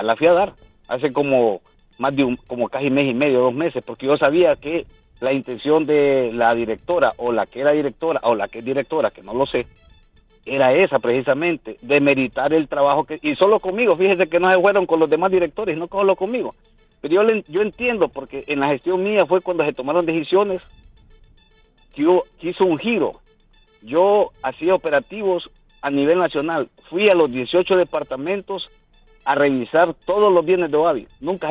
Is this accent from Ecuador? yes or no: no; Honduras; nosotros como hondureños